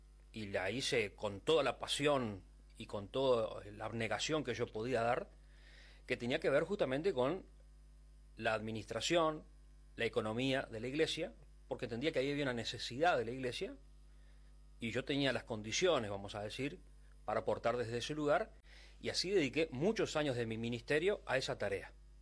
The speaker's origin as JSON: {"language": "Spanish", "region": "Salto", "country": "Uruguay", "moved": "as an adult", "said": "Cuando me vine a Montevideo para estudiar, yo soy de Salto"}